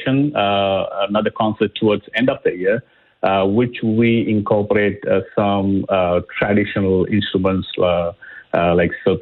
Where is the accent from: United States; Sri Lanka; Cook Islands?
Sri Lanka; now in Canada; We are all originally from Sri Lanka, and now we moved here in Canada, and some people recently moved, but some living for decades. Myself, I've now lived here close to 8 years.